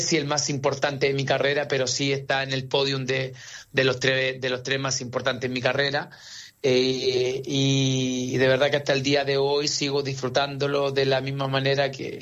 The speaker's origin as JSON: {"language": "Spanish", "town": "Parral", "region": "Maule", "country": "Chile", "said": "yo vine a jugar por mi ciudad, por mi pueblo, por mi comuna"}